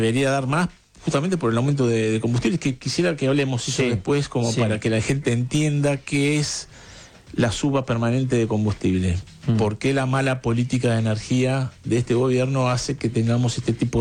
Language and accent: Spanish; Argentina; Eso es un poco la visión que tenemos que tener como argentinos